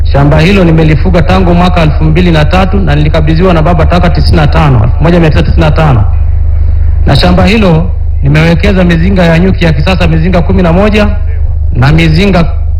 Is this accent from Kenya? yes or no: no; Kiteka, Singida, Tanzania; natoka Kiteka, kijiji cha Mtunduru kiliopo kaskazini magharibi kutoka Singida mjini, kilomita 30, kimepakana na Ndulungu, wilaya ya Iramba.